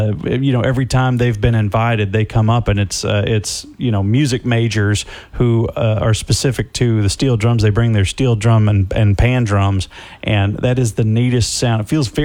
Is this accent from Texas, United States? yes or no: yes; Dallas, Texas, United States; born there; also born or lived in Wolf City, Texas; So I am from Oak Cliff in Dallas originally and spent a lot of my life there, but my folks had owned the property out at Wolf City where we eventually moved.